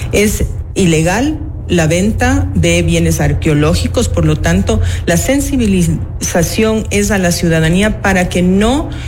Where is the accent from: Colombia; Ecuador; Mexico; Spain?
Ecuador